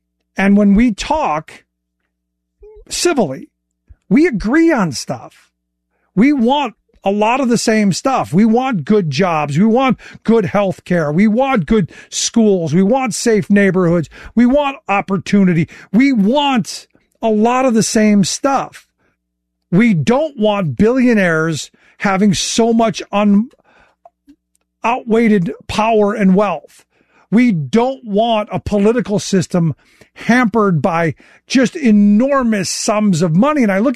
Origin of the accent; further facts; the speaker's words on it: Ohio, United States; my home state of Ohio, where I was born and raised, they weren't always crazy.